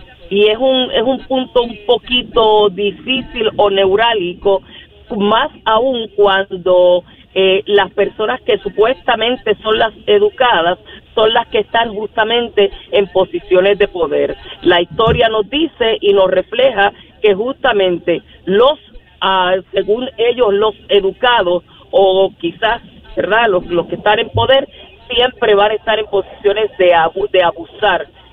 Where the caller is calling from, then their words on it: Washington, District of Columbia, United States; Soy de Washington, D.C.